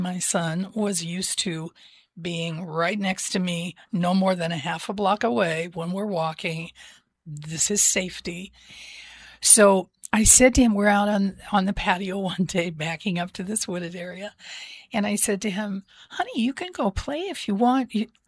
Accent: Missouri, United States; Not originally. I grew up in Missouri.

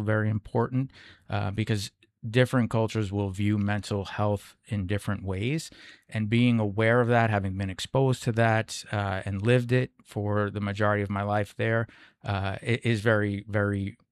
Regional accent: New York City, New York, United States; moved away as an adult; also born or lived in Connecticut; now in New Hampshire, United States; I'm Bronx, New York, born and raised. And I was working in Connecticut at the time that right before I moved here.

